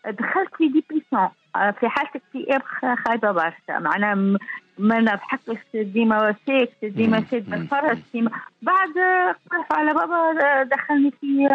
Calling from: Tunis, Tunis Governorate, Tunisia; تكلفيك من تونس العاصمة.

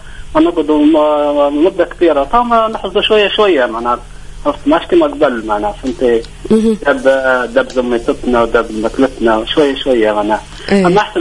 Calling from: Djerba, Medenine, Tunisia

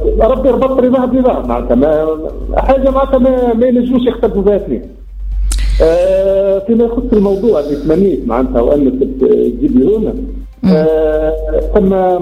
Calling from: Sahel, Tunisia

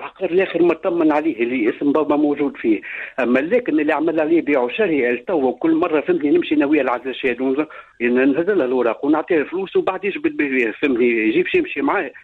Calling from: Béja, Tunisia; من البيجه.

